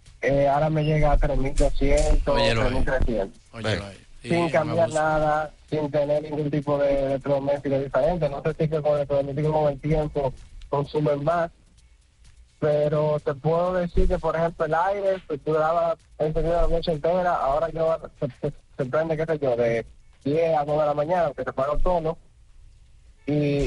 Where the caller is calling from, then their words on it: Santo Domingo, Dominican Republic; Santo Domingo.